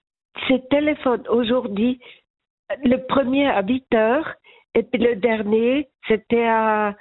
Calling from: Vaud, Switzerland; ça fait 40 ans que je vis à Puy, tout le monde me connaît.

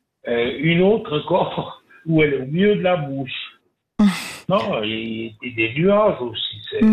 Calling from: Le Bouveret, Valais, Switzerland; Moi, je suis du Bouvray.

